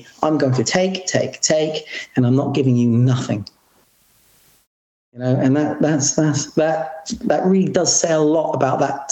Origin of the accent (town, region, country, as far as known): United Kingdom